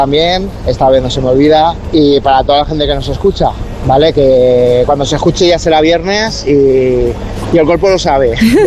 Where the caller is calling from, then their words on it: Spain; de Toldos Mar.